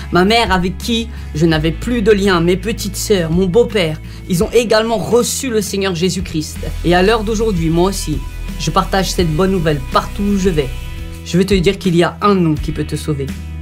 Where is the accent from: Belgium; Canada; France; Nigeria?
France; Saint-Denis, Île-de-France; born there; Je suis né d'une maman française et d'un papa marocain, donc double culture, double origine. Je suis né à Saint-Denis dans le 93